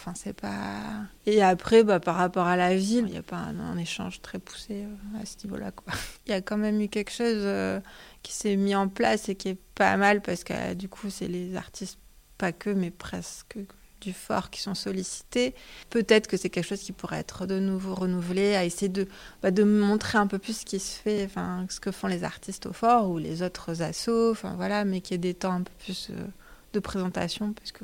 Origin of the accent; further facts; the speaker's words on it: Toulouse, Occitanie, France; now in Le Havre, France; Alors, ça fait 11 ans que je suis au Havre, mais à la base, je suis de Toulouse.